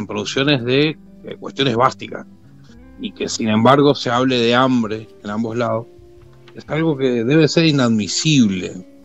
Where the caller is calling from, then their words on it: Uruguay; de Uruguay.